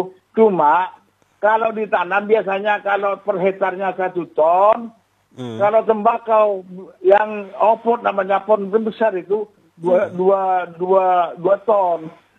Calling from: Indonesia; daerah saya, daerah gulu-gulu utara, namanya Dusun Gunung Tanah Bukat ini

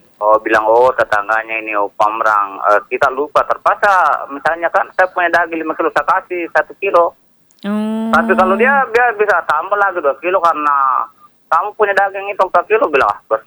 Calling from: Belawa District, South Sulawesi, Indonesia; di kampung saya ini peduli yang rasa sosialnya keluarga di sini di Kecamatan Belawa sangat tinggi memang.

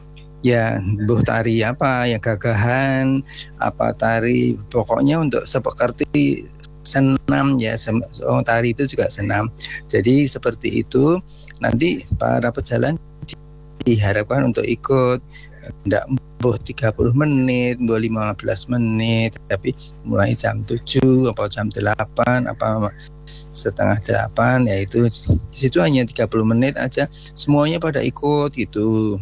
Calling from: Sleman, Special Region of Yogyakarta, Indonesia; saya dari Pak … di Sleman.

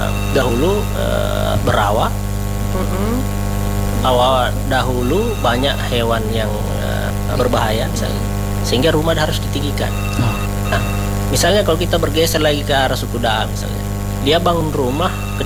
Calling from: Palu, Central Sulawesi, Indonesia; Salam kami dari Kota Palu, dari suku Kaili.

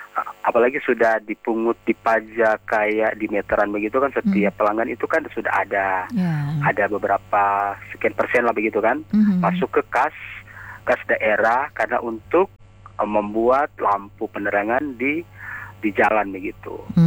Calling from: Manado, North Sulawesi, Indonesia; Tapi kalau aku dari Manado enggak apa-apa kan?

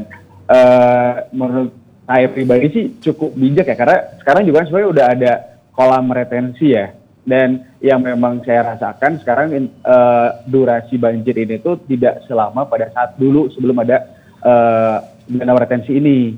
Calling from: Baleendah, Bojongsoang, West Java, Indonesia; kita nih warga Bale Endah, Bojongsoang dan sekitar

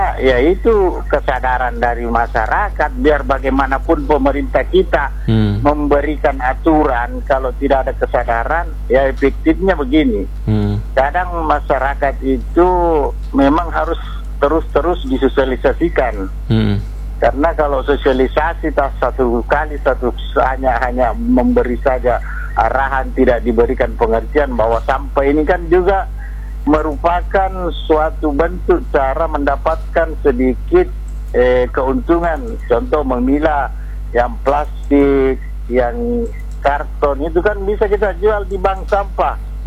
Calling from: Parepare, South Sulawesi, Indonesia; walaupun saya orang Parepare.

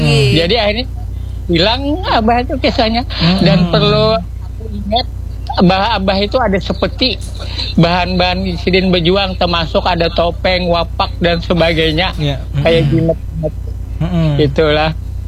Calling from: South Kalimantan, Indonesia; kita sebagai warga Kalimantan Selatan

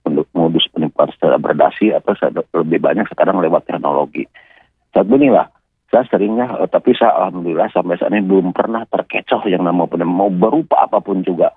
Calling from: Bandung, West Java, Indonesia; Begini, saya dari Bandung Timur, Pak Bu ya, masalah hukum.

